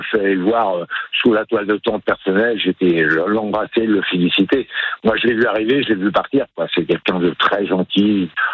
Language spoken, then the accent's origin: French; France; On est Français avant tout, quand même.